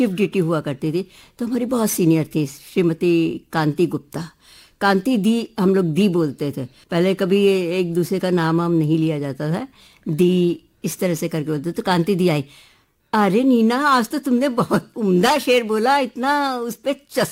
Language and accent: Hindi; Lucknow, Uttar Pradesh, India; हमारा इसलिए बोल रहे हैं क्योंकि भाई हम लखनऊ में पैदा हुए और लखनऊ में ही है।